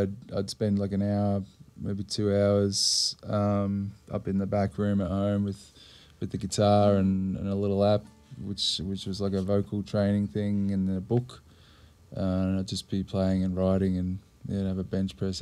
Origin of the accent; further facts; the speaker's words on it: Croydon South, Victoria, Australia; moved away as an adult; also born or lived in London; So I grew up in Croydon South. Out in the east, and shortly after uni, nicked off to London and over to overseas to do a bit of travelling.